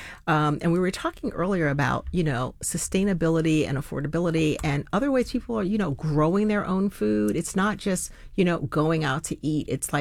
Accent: New York, United States; I grew up in New York

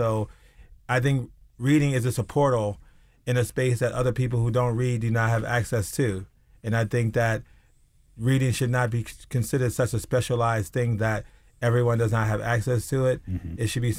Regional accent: Baltimore, Maryland, United States; growing up in Park Heights

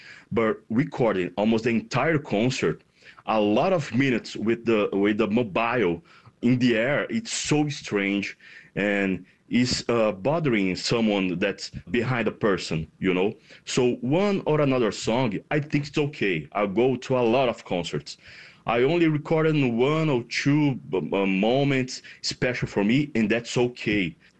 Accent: Brazil; English is a second language; I'm from Brazil.

